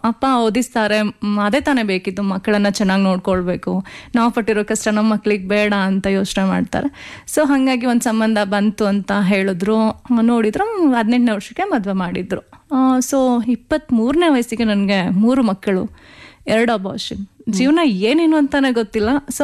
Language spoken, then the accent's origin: Kannada; Bengaluru, Karnataka, India; also born or lived in Dwaralu, Sira taluk; ನಾನು ಹುಟ್ಟಿ ಬೆಳೆದಿದ್ದು ಮೂಲತಃ ಬೆಂಗಳೂರು. ನಮ್ದು ಸ್ವಂತ ಊರು ಬಂದು ಶಿರಾ ತಾಲೂಕಿನ ದ್ವಾರಾಳು ಅನ್ನೋ ಒಂದು ಗ್ರಾಮ.